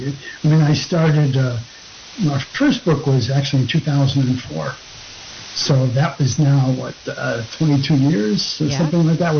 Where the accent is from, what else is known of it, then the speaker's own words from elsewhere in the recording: Connecticut, United States; And growing up in Connecticut, I heard all these stories and everything.